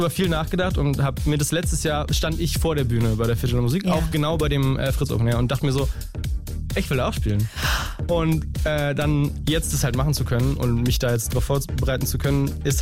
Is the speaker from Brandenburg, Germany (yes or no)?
yes; Königs Wusterhausen, Brandenburg, Germany; moved away as an adult; now in Berlin, Germany; Für alle waschechten Berliner komme ich aus Königs Wusterhausen